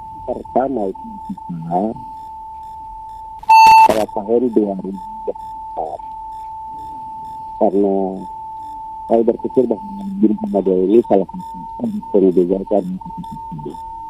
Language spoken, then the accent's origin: Indonesian; Masohi, Maluku, Indonesia; lalu untuk di apa daerah saya itu ada lebih dari 20 di Kota Masehi